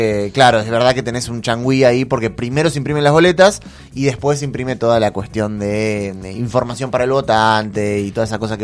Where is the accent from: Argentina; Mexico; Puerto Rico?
Argentina; nos íbamos a ahorrar como argentinos?